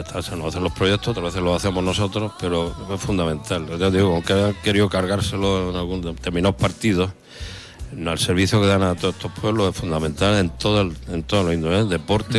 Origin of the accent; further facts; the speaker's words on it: Almería, Andalusia, Spain; mi pueblo también nieva. Y hay sierra, y hay pino, y hay carrascas